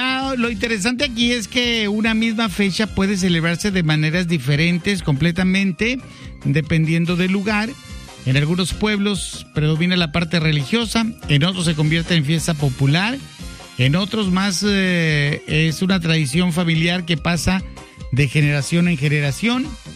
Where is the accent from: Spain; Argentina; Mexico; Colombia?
Mexico; Moctezuma, Sonora; moved away; also born or lived in Cumpas, Sonora; allá en mi pueblo, en Tangamandapio, digo yo, en Moctezuma, Sonora